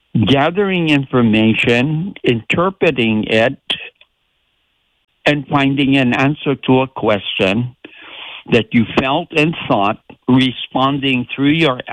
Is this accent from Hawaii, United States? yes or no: yes; Hawaii, United States; we are from Hawaii